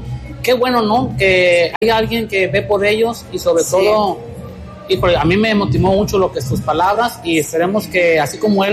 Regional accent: Mexico

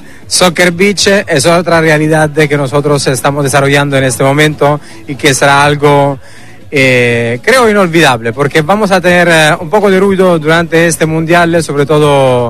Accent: Italy; now in Mexico; yo como buen italiano soy amante del fútbol

